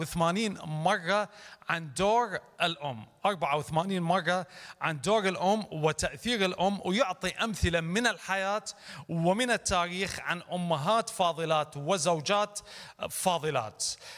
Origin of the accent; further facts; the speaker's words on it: Iraq; احنا عندنا بالعراق